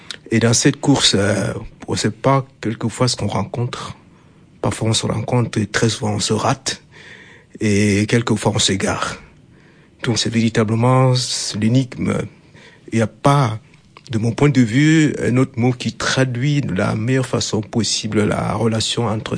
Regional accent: Centre, Cameroon; first language Nugunu; French is a second language; Certains sont écrits dans ma langue natale, le Nougounou, qui est parlé dans une partie du centre du Cameroun.

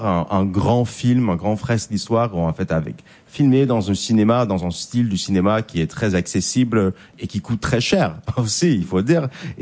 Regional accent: Canada; now in France; Je suis canadien, mais avec un titre de séjour français. Et je lis les quotidiens, je vis ma vie en France

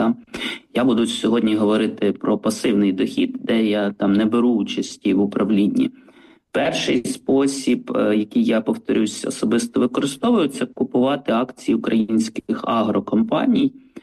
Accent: Podillia, Ukraine; І я з родом з Поділля

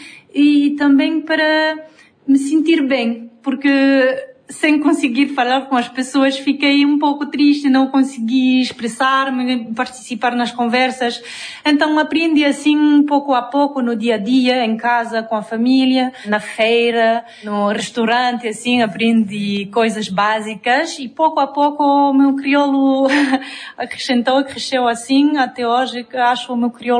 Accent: France; Portuguese is a second language; moved away as an adult; now in Bissau, Guinea-Bissau

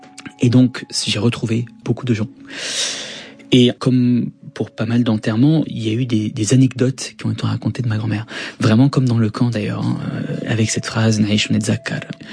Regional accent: France; born there; moi je suis né en France. J'ai été, je pense, plus proche du Liban pendant une bonne partie de ma vie, parce que j'y allais déjà régulièrement

